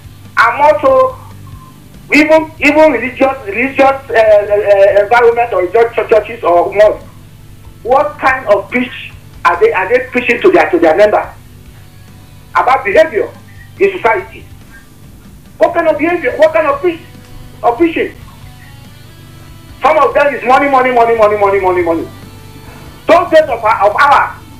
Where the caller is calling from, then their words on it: Nigeria; our country called Nigeria